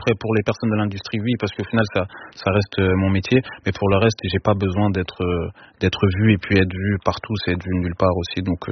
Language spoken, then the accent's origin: French; DR Congo; Après, je suis congolais, donc les premiers sons que j'ai entendus, c'est